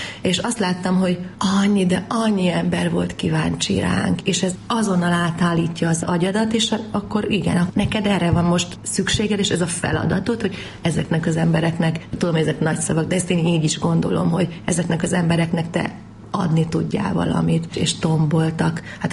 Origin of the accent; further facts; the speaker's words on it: Budapest, Hungary; moved away as an adult; now in Szentendre, Hungary; mi ott nőttünk fel a Ferenc körúton, a villamos ott ment